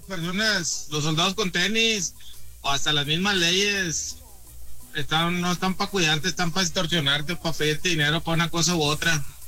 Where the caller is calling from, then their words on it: Monterrey, Nuevo León, Mexico; yo soy de Monterrey.